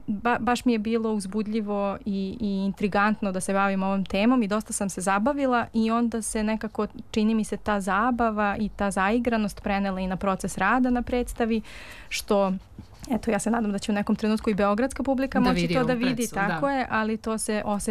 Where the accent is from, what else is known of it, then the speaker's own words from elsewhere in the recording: Stara Pazova, Vojvodina, Serbia; Ja sam odrasla u Staroj Pazovi i Pazova je imala veliku tradiciju amaterskog pozorišta